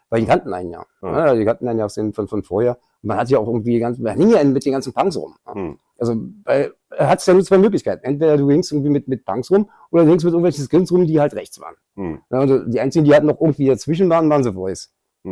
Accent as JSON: {"language": "German", "region": "Berlin", "country": "Germany", "tie": "born or raised there", "said": "Nee, geboren in Schöneberg, groß geworden in Kreuzberg."}